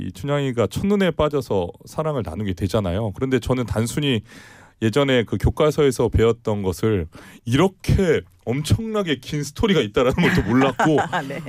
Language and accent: Korean; South Korea; 제가 한국 사람인데도 불구하고